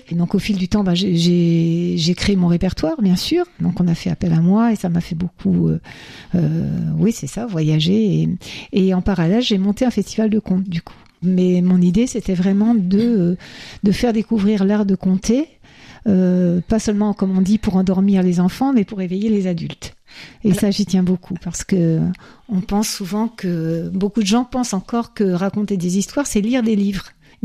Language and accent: French; Lorient, Brittany, France; moved away; also born or lived in south of France; je suis née à Lorient, j'ai grandi à Lorient et j'ai fait le choix de revenir vivre en Bretagne il y a 7 ans